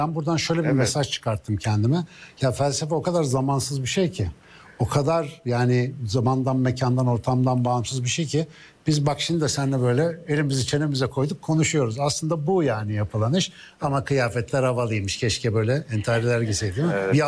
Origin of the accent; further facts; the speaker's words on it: Ankara, Turkey; bir Ankaralı olarak